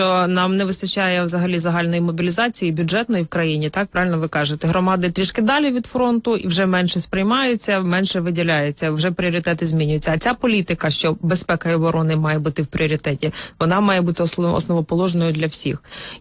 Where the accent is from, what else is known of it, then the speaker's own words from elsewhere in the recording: Sumy Oblast, Ukraine; Ми земляки з вами, я сумчу.